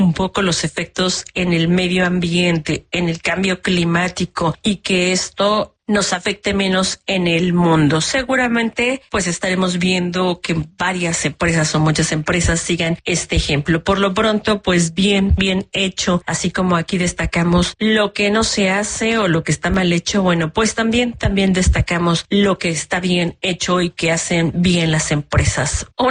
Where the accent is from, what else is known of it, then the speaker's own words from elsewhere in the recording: Mexico; Como mexicanos tenemos organizada nuestra estrategia de vida y entre ellos nuestros documentos.